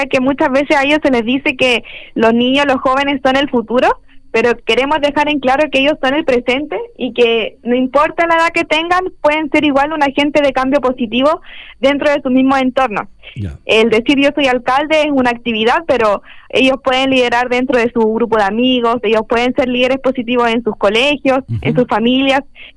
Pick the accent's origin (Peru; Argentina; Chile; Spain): Chile; Valparaíso; Vamos a hablar de nuestra identidad como porteños, ¿ya?